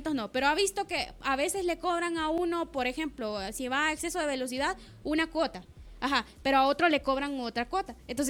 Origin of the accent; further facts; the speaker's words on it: Santa Catarina, Intibucá, Honduras; Soy de Intibucá. ¿De qué lugar es? De Santa Catarina.